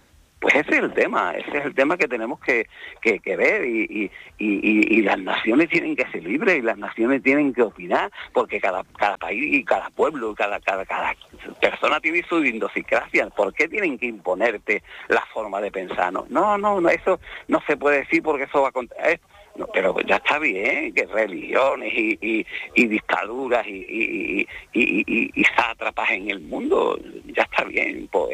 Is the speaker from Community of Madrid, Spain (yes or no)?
no; Andalusia, Spain; accent: Andalusian; Yo soy andaluz, hablo malamente, pero no es que hable malamente, es que hablo andaluz, porque soy andaluz, me gusta el gazpacho, me gusta el pescadito frito